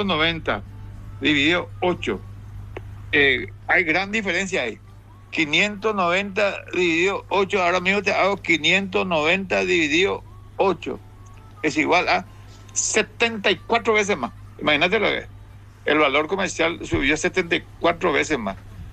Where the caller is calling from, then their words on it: Fernando de la Mora, Central, Paraguay; Yo vivo en Fernando de la Mora, zona